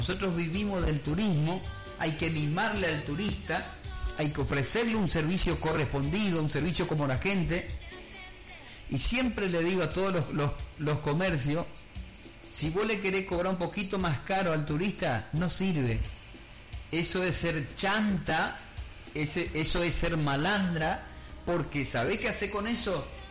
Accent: Puerto Iguazú, Misiones, Argentina; nosotros somos de acá, nacimos acá, ¿sí? Somos oriundo acá de Iguazú

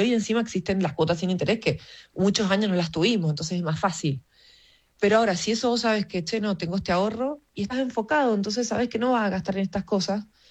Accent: Mendoza, Argentina; Disfruto Mendoza, soy mendocina

